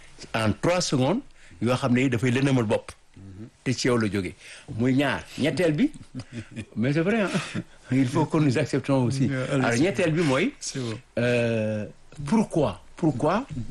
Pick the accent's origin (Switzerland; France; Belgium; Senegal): Senegal; Nous sommes Sénégalais.